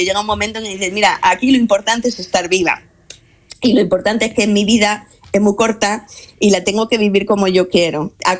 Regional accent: Madrid, Community of Madrid, Spain; yo que me he criado en Madrid, ¿verdad?, toda mi vida

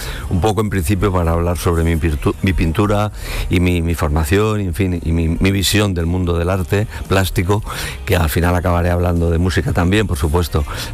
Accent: Barcelona, Catalonia, Spain; en una pequeña terraza que teníamos en la casa donde yo nací, donde yo vivía, en el barrio de Pueblo Nuevo, en Barcelona, Poblenou, pues yo ya subía, tendría yo 8 o 10 años

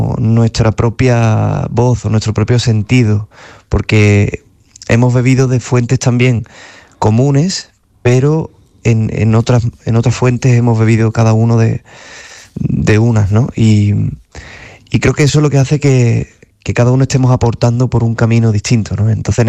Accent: Andalusia, Spain; Yo siendo andaluz

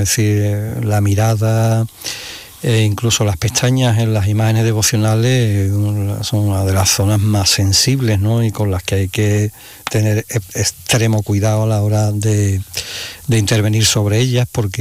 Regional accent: San Fernando, Andalusia, Spain; moved away as an adult; Y con 18 años, como la inmensa mayoría de mis compañeros de promoción en aquel entonces, pues tuvimos que salir fuera de San Fernando a formarnos

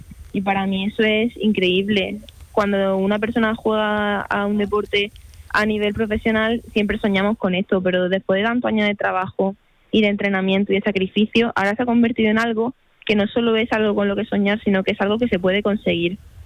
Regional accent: Almería, Andalusia, Spain; puedo conseguir llevar a Almería a una Olimpiada, llegar a mi tierra

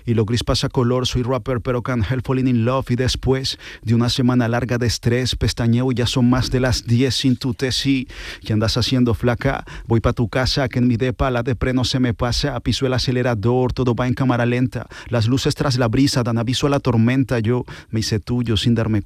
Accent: Cali, Valle del Cauca, Colombia; Yo soy caleño, de Cali, Colombia.

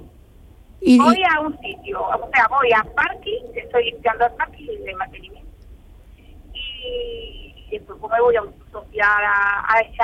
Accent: Olivares, Andalusia, Spain; Yo soy de Olivares.

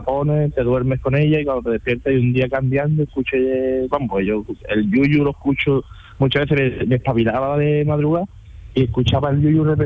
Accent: Huesa, Andalusia, Spain; moved away as an adult; now in Málaga, Spain; Yo soy un pueblecito de Jaén, de Huesa.

